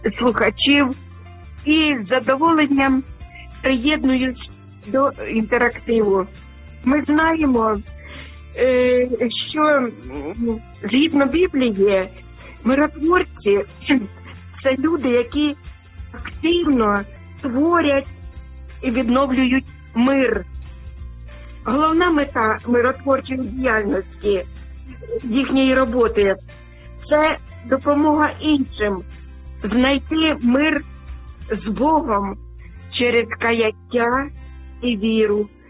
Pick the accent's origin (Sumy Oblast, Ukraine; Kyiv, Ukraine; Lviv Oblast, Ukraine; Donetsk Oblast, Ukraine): Sumy Oblast, Ukraine; moved away; на мою рідну Сумщину, у мою рідну церкву Різдва.